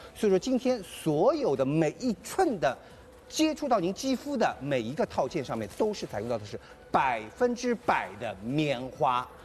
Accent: China; 我们中国人

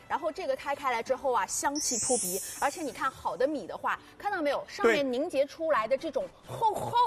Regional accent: Shanghai, China; 这种粥我们上海人特别喜欢喝

